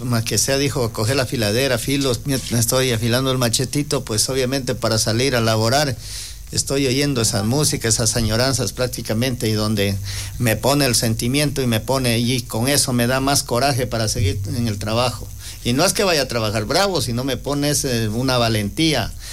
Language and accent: Spanish; Loja, Ecuador; Como lojano, pues, un latinoamericano y lojano prácticamente.